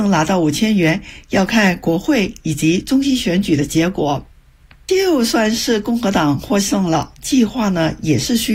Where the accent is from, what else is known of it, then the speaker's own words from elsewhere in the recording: Canada; 而我们加拿大人呢需要做好准备